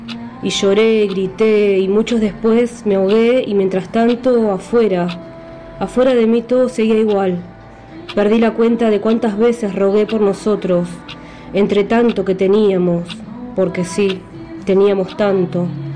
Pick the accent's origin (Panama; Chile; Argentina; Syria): Argentina; Bahía Blanca, Buenos Aires Province; born there; now in Cipolletti, Argentina; nací en Bahía Blanca, pero hace muchos años que vivo acá en el Valle, en Cipolletti.